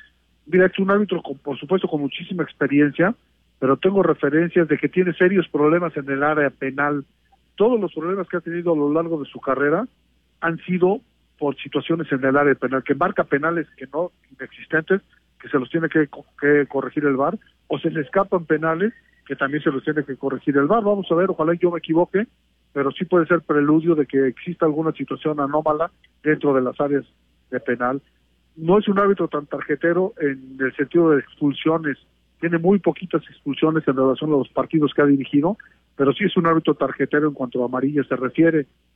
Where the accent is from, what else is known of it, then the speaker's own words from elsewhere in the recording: Mexico; Sería el consuelo que nos queda como mexicanos, seguir soñando con que nuestro árbitro mexicano pite semis o pite la gran final, ¿no?